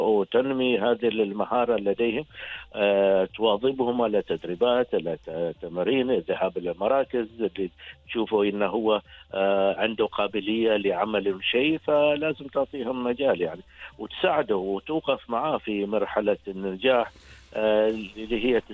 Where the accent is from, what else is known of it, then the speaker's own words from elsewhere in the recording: Oman; عندنا في سلطنة عمان